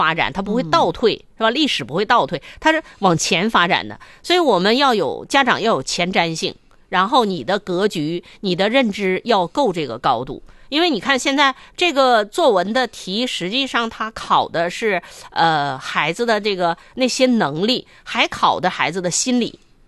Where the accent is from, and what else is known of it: China